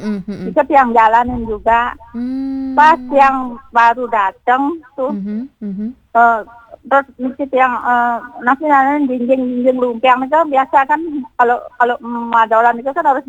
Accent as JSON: {"language": "Indonesian", "town": "Denpasar", "region": "Bali", "country": "Indonesia", "tie": "born or raised there", "said": "dari kecil di Denpasar tuh."}